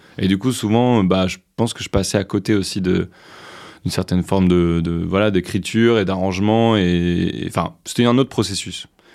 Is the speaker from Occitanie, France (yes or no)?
no; Normandy, France; moved away; je vais essayer de faire retourner un peu là où j'ai grandi dans l'Orne.